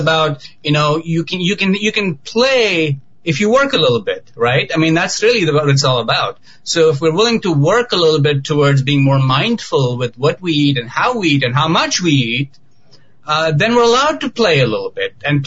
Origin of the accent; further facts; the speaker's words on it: Mumbai, Maharashtra, India; moved away as an adult; And I grew up a vegetarian in India and in Mumbai, and I came to this country over 21 years ago.